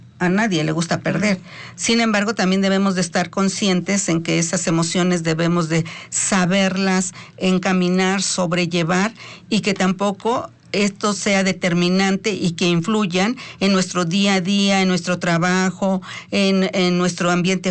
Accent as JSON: {"language": "Spanish", "country": "Mexico", "said": "lo tienen que digerir como los mexicanos que pensamos con muchos"}